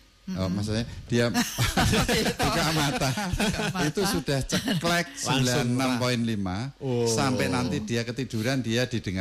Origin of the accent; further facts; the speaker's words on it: Java, Indonesia; Padahal aku ya wong Jawa loh.